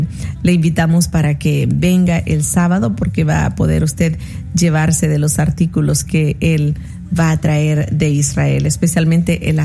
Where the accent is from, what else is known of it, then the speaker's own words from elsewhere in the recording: La Unión, El Salvador; Incluso en mi departamento, de donde yo soy, en El Salvador, en el departamento de La Unión, los nuegados no son como tortitas, son redonditos, como donitas, como unas mini donuts.